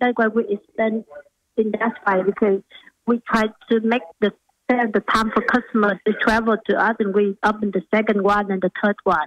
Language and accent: English; Vietnam; English is a second language; moved away as an adult; now in Australia; Yeah, I'm from Vietnam, so I've been here 2011 with overseas students, and I'm studying accounting, the master's degree in Griffith University